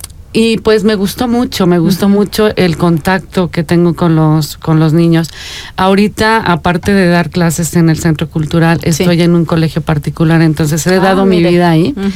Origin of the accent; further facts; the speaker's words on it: Querétaro, Mexico; Yo soy queretana de corazón